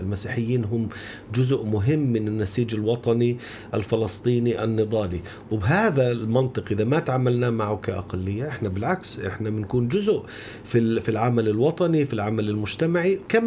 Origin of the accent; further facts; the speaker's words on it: Palestine; نحن فلسطينيين اليوم عندنا صراع كبير مع المحتل